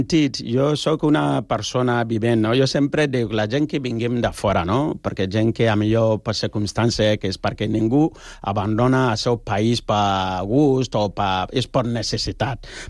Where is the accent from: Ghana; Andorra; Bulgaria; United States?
Ghana; Catalan is a second language; now in Spain; perquè jo soc de Ghana, tu imagina que jo vinc aquí amb un taparrabo o una aliança